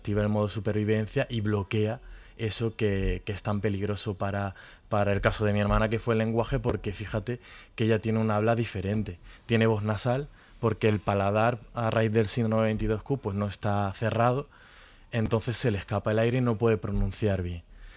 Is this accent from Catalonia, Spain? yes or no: no; Granada, Andalusia, Spain